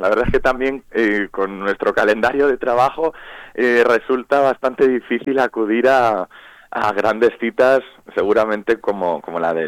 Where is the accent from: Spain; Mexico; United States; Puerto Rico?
Spain; Albacete, Castilla-La Mancha; Yo soy de Albacete y justo estamos en plena feria de Albacete.